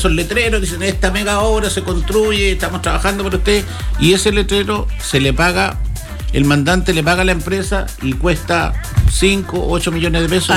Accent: Castro, Los Lagos, Chile

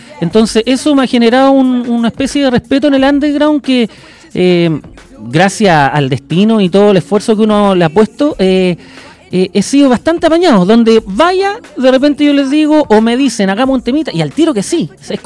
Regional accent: La Florida, Santiago Metropolitan Region, Chile; Toda la vida he vivido en la Florida, en los Quillayes. Después vivo en un sector un poquito más tranquilito

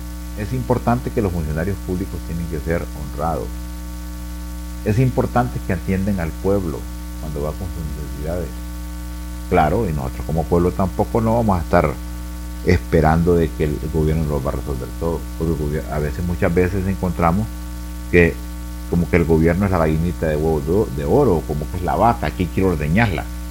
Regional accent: Honduras

